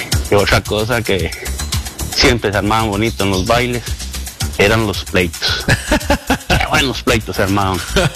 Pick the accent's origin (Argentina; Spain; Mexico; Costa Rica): Costa Rica; Pérez Zeledón, San José; now in New Jersey, United States; yo soy de pueblo, yo soy de Santa Rosa de Pérez de León. Cuando mi adolescencia, ahí no era moto, ahí era caballos.